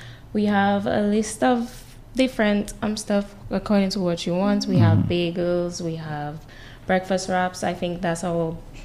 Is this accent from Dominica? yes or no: yes; Marigot, Saint Andrew Parish, Dominica; I'm from Marigot.